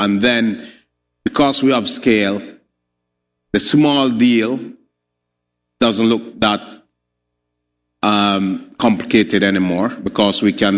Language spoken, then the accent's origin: English; Jamaica; I'm coming from Jamaica.